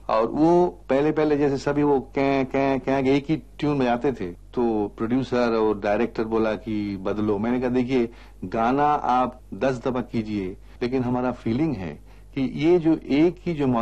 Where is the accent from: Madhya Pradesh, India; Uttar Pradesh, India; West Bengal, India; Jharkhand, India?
West Bengal, India; Kolkata; moved away as an adult; now in Mumbai, India; मैं चाहता था कि मैं कलकत्ता वापस जाऊं। मैं कलकत्ता से आया था बॉम्बे में इन 1951